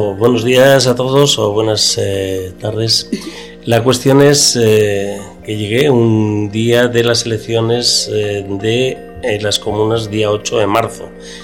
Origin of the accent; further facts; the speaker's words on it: Basque Country, Spain; moved away; vengo de Europa, pero siempre digo que soy vasco.